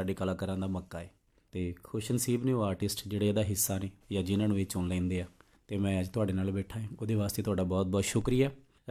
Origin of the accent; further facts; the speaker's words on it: Punjab, India; ਕਿਉਂਕਿ ਮੈਂ ਪੰਜਾਬ ਦੇ ਉਹ ਤਰਨ ਤਾਰਨ ਡਿਸਟ੍ਰਿਕਟ ਦੇ ਬਿਲਕੁਲ ਬਾਰਡਰ ਲਾਈਨ ਤੋਂ ਆਉਣ ਵਾਲਾ ਮੁੰਡਾ ਹਾਂ